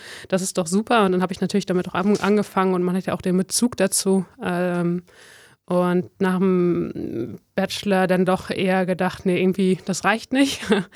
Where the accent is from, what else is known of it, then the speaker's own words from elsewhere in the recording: Netherlands; moved away; also ich komme ja ursprünglich aus den Niederlanden, habe dann aber gedacht, nee, das bin ich jetzt so lange raus